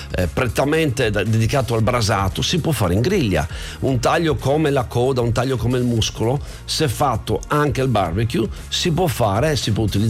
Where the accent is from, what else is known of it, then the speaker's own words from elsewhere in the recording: Friuli-Venezia Giulia, Italy; born there; also born or lived in Canada; io arrivo proprio dall'Emena. Reghena, cioè proprio una bella fetta ristretta sotto Pordenone.